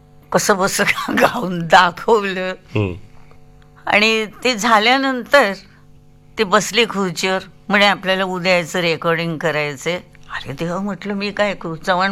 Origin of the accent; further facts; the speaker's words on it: Kolhapur, Maharashtra, India; मी आहे कोल्हापूरची.